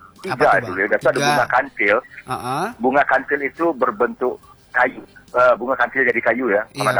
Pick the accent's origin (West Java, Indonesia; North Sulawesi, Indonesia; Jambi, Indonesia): Jambi, Indonesia; now in Muara Bungo, Indonesia; karena aku lahir di Brony